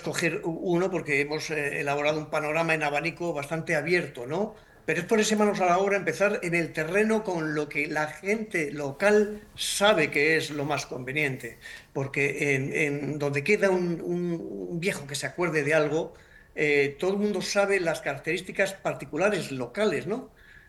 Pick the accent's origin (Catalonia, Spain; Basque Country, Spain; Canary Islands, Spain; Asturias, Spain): Asturias, Spain; mi realidad como asturiano